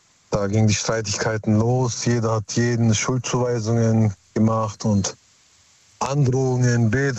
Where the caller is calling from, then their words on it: Heidenheim, Baden-Württemberg, Germany; Aus Heidenheim.